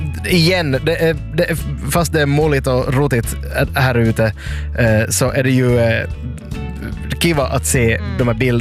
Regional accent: Nykarleby, Ostrobothnia, Finland; är från centrum i Nykarleby

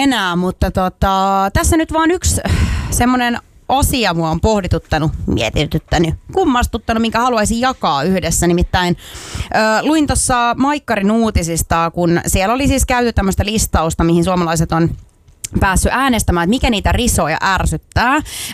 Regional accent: Lahti, Päijät-Häme, Finland; mä oon Lahdesta kotoisin

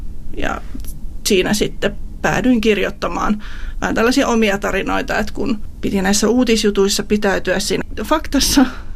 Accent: Hamina, Kymenlaakso, Finland; moved away as an adult; also born or lived in Kotka; Sellainen viaton 21-vuotias metsätalousinsinööriopiskelija. Asuin silloin Kotkassa, olin muuttanut Haminasta kotikaupungistani sinne.

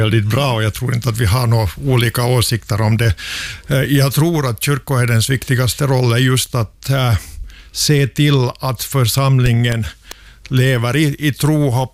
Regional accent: Sipoo, Uusimaa, Finland; born there; moved away; also born or lived in Tanzania; Jag är född i Borgby, Sibbo.

